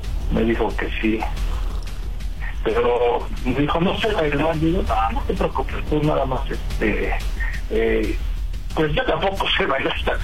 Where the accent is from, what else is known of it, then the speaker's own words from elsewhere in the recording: Mexico City, Mexico; de la Ciudad de México.